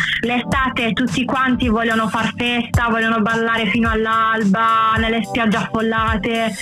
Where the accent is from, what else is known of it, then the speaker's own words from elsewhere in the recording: Apulia, Italy; soprattutto in Puglia, perché sono pugliese, il caldo è veramente tanto